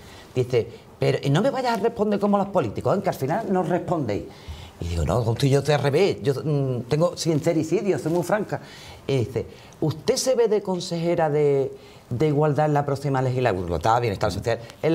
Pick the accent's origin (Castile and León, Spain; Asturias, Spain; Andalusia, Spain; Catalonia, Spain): Andalusia, Spain; Huelva; en Huelva, mi tierra